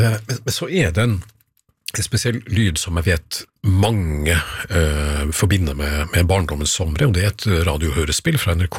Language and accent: Norwegian; Finnmark, Norway; som finnmarking så kjenner jeg spesielt godt til denne lyden her da.